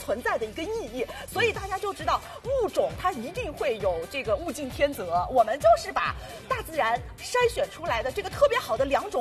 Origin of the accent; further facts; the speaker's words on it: China; 海参其实它也算食品了，但是在我们中国人的心里，这可是金贵货啊！